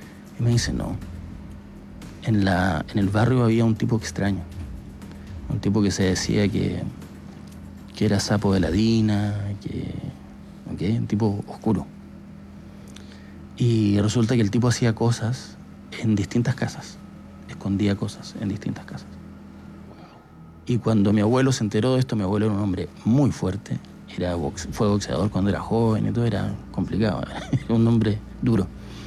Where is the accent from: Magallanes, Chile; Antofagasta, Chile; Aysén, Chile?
Magallanes, Chile